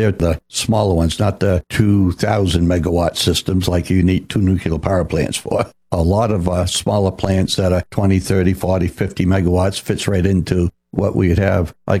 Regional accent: Jay, Maine, United States; Now, I grew up in Jay.

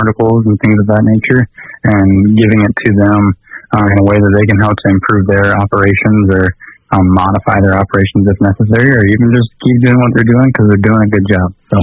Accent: Missouri, United States; now in South Dakota, United States; So I am originally from Missouri, and I grew up on a small family farm there.

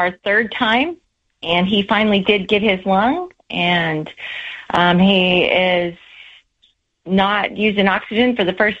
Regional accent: Missouri, United States; From Missouri.

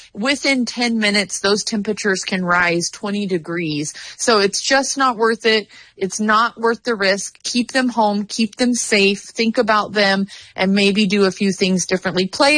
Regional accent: the Valley, California, United States; moved away; I am a Valley girl at heart. I did. Born and raised in the Valley.

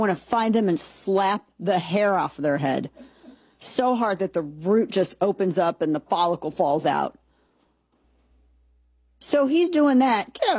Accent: St. Louis, Missouri, United States; I loved St. Louis City. I loved my hometown, loved the city.

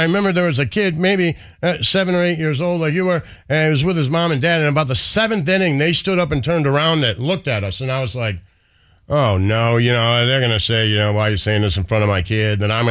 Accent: Detroit, Michigan, United States; now in Kansas City, United States; even me and you growing up in Detroit

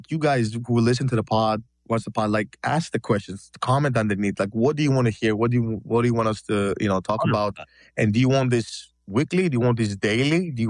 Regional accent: Greece; moved away; I grew up in Europe. I was born and raised in Greece, bro.

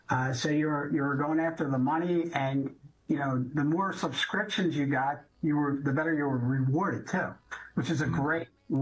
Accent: Philadelphia, Pennsylvania, United States; two brothers and a sister, and I grew up in Northeast Philadelphia.

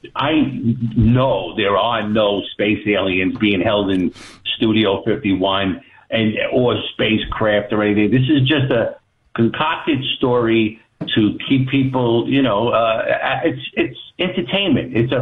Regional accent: Northeast, United States; Well, we come from the Northeast, and the summertime is not comfortable.

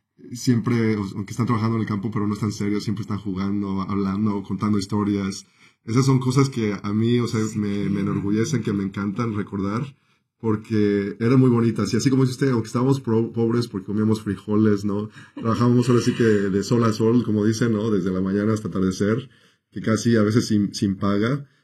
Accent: Mexico; moved away; Yo, por ejemplo, pues crecí en México y, como estaba hablando en el programa anterior, yo trabajaba desde niño en el campo.

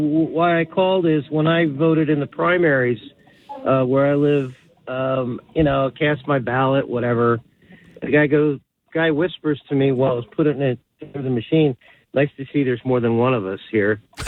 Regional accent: Maplewood, New Jersey, United States; Growing up, I'm pretty much a lifer in the area. I mean, my daughter, when she graduates Columbia High School, will be fourth generation, you know.

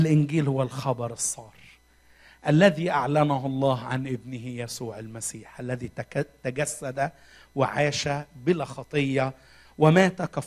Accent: Egypt; الكبار الاتقياء عندنا في مصر كانش يعملوا حاجه يوم الحد ده خالص،

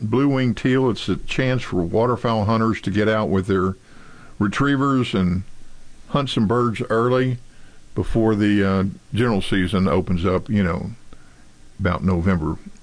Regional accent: Texas, United States; No, we're not. We're Texas.

